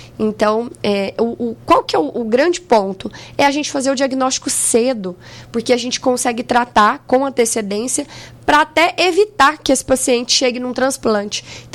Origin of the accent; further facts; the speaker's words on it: Goiás, Brazil; now in Bebedouro, Brazil; Olha, eu sou do estado que é o coração do Brasil. Eu sou de Goiás, sou goiana.